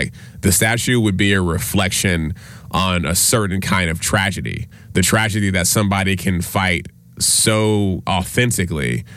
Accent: the South, United States; We're from the South.

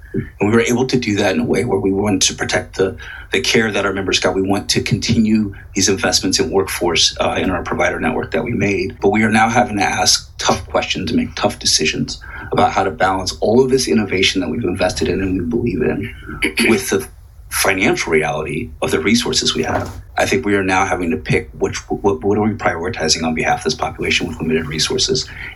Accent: Texas, United States; I married an Oregonian and she is a hike. I'm doing the best I can out here. I'm from Texas.

